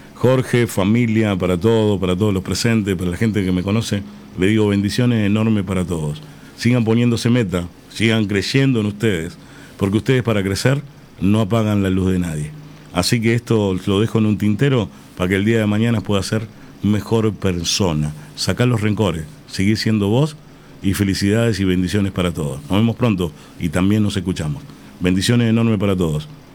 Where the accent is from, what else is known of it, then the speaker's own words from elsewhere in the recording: Uruguay; somos uruguayos